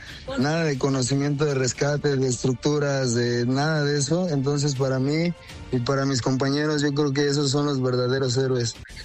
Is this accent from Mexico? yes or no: yes; San José de Gracia, Michoacán, Mexico; Yo soy de San José de Gracia, Michoacán.